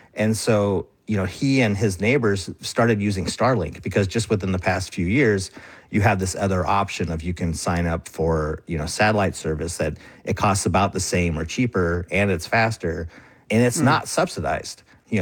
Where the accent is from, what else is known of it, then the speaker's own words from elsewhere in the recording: Alaska, United States; But I'm from Alaska. I grew up here